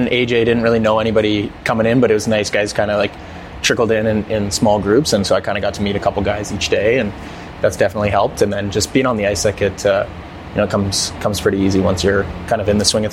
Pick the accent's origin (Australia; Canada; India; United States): Canada; I'm Canadian. More of a CFL guy.